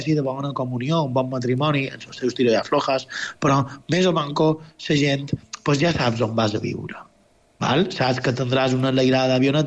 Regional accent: Marratxí, Balearic Islands, Spain; pels que som de Marratxí, allò és nostre

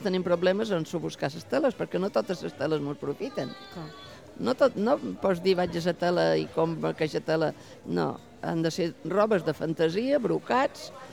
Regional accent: Santa Gertrudis de Fruitera, Balearic Islands, Spain; born there; now in Eivissa, Spain; Sí, jo he nascut a Santa Gertrudis.

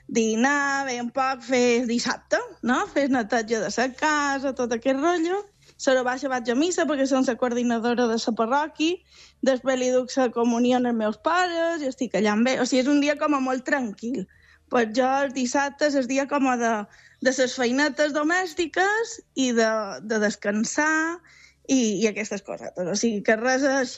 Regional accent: Magaluf, Balearic Islands, Spain; i som de Magaluf, i ben orgullosa

